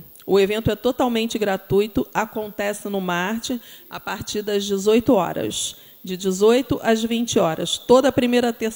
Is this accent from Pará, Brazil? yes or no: no; Rio de Janeiro, Brazil